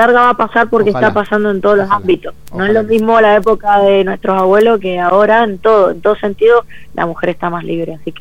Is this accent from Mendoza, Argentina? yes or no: yes; Mendoza, Argentina; siendo mendocina